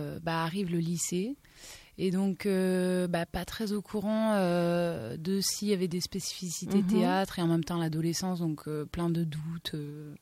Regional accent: Labenne, Nouvelle-Aquitaine, France; Oui, enfin, j'ai grandi à La Benne et après, très vite, études sur Bayonne, donc dans le secteur.

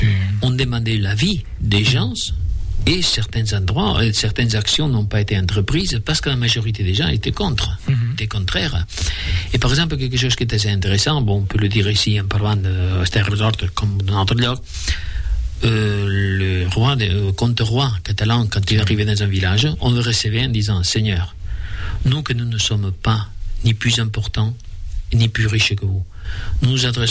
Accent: Aragon, Spain; on m'he criat jo a la Franja de Ponent

